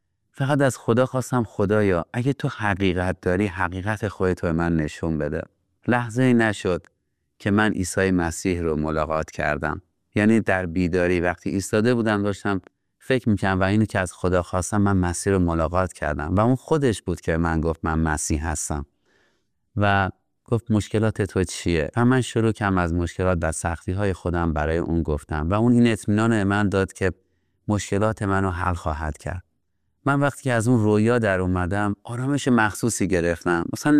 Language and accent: Persian; Iran; born there; بله، من متولد ایران هستم.